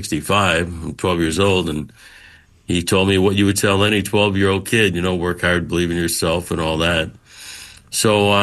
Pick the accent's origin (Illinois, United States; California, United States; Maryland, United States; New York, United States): Illinois, United States; Chicago; as a kid growing up in Chicago, we had a Sandlot behind my house.